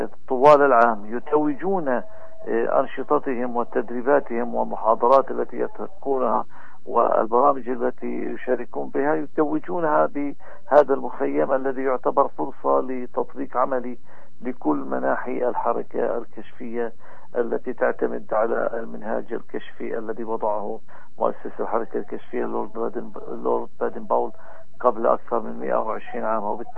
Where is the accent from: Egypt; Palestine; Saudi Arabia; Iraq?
Palestine; بمجتمعنا الفلسطيني